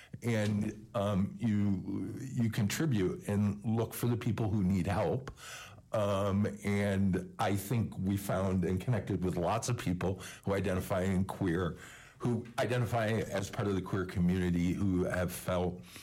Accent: Jamestown, United States; I grew up in Jamestown, and I felt that I remember growing up and feeling that I had to leave Jamestown in order to be safe or be part of a community and be open.

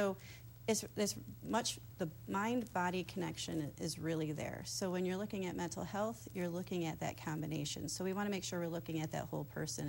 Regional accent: Steuben County, New York, United States; also born or lived in Ohio; I'm originally from Steuben County here in New York State.

